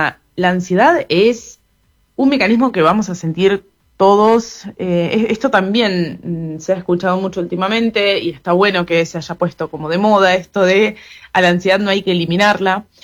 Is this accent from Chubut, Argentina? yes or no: yes; Chubut, Argentina; moved away as an adult; now in Punta del Este, Uruguay; yo soy argentina, soy de Chubut, de la Patagonia, soy del sur de Argentina, pero ya hace unos 2 años que estoy viviendo acá en Punta del Este. Me encanta Uruguay, estoy feliz de la vida acá, así que sí, ya viviendo hace un tiempo.